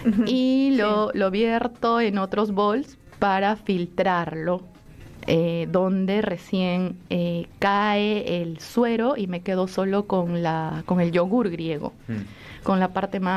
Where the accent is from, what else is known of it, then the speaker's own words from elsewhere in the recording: Peru; moved away as an adult; Yo soy de Perú.